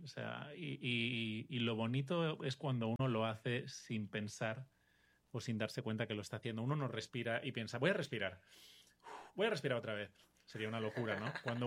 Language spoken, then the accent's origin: Spanish; Barcelona, Catalonia, Spain; born there